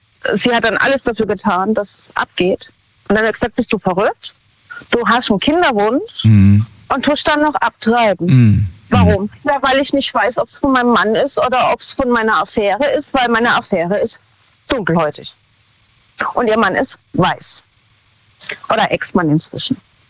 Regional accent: Baden-Württemberg, Germany; Von Baden-Württemberg. Nähe Karlsruhe.

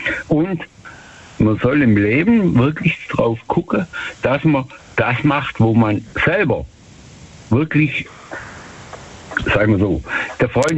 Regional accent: Germany

